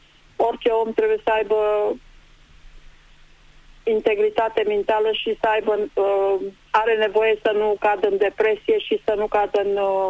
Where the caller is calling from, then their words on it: Bucharest, Romania; și vă sunt din București.